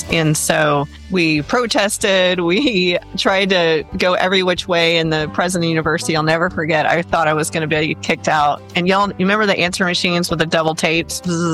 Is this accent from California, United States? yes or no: no; Texas, United States; I grew up in South Texas, and I grew up in an agriculture environment. So we raised Black Angus cattle and quarter and paint horses.